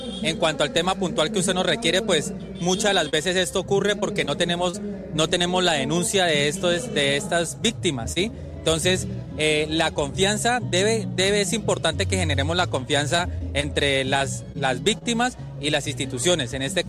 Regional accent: Cúcuta, Norte de Santander, Colombia; now in Villavicencio, Colombia; Yo soy de la ciudad de Cúcuta, norte de Santander, y actualmente vengo de estar trabajando en la capital, en el comando de Gaulas Militares.

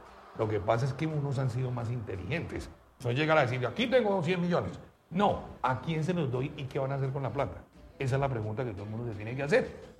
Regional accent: Colombia; nuestro colombiano Nairo Quintana

